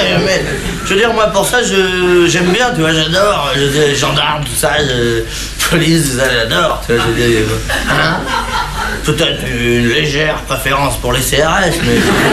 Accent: France

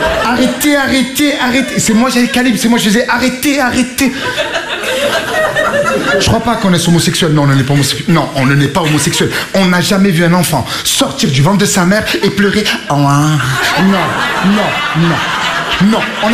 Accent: Marseille, Provence-Alpes-Côte d'Azur, France; je viens de Marseille.

